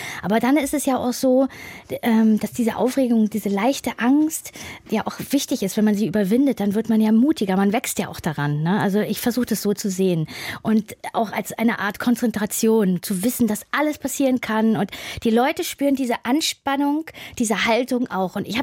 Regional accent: Hamburg, Germany; Ich als Hamburgerin.

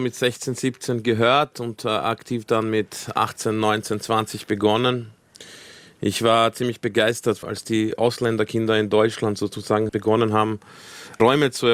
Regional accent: Vienna, Austria; Meine Jugend und in Wiener Parks verbracht.

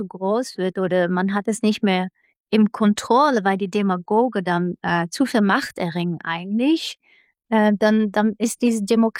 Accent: Netherlands; German is a second language; Ich komme ja aus den Niederlanden, so für mich war das relativ unbekannter Stoff. So, ich bin da nicht in die Schule mit aufgewachsen

